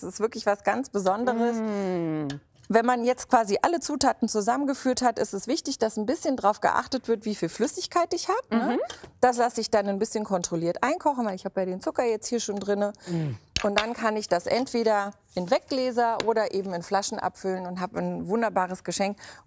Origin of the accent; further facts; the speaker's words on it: Berlin, Germany; Ich bin ja Berlinerin.